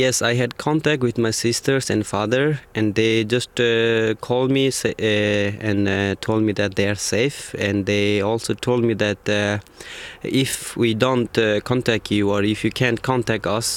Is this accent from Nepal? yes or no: yes; Dhading, Bagmati, Nepal; English is a second language; So I'm from the Dading, and so we had time to avoid the disaster.